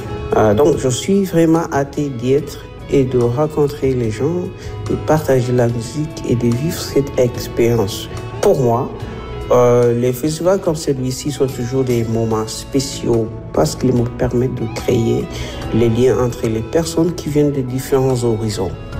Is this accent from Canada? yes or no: no; Rwanda; je viens du Rwanda